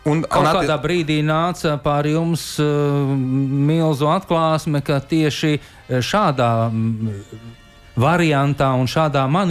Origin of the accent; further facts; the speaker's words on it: Riga, Latvia; Es esmu absolūts rīdzinieks